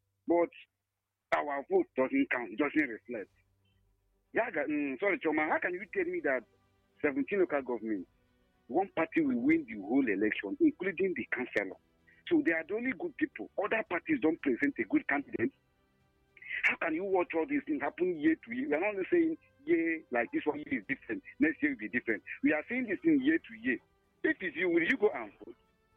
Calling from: Enugu, Enugu State, Nigeria; I'm calling from Transekulu.

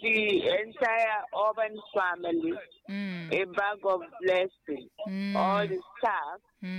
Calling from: Ila, Nigeria; I'm calling you from Ila.

